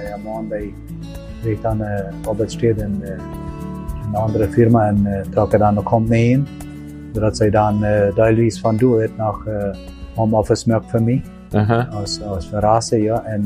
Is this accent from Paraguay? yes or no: yes; Paraguay; now in Asunción, Paraguay; ich komme hier von Greino.